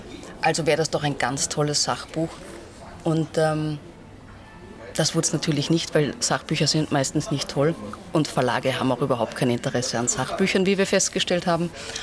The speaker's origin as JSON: {"language": "German", "region": "Salzburg", "country": "Austria", "tie": "born or raised there", "also_born_or_lived": "Vienna", "moved": "as an adult", "said": "ich bin geboren in Salzburg, in einem Krankenhaus, das es auch nicht mehr gibt, das wurde abgerissen. Und habe dort meine ersten 18 Lebensjahre verbracht, dann bin ich nach Wien"}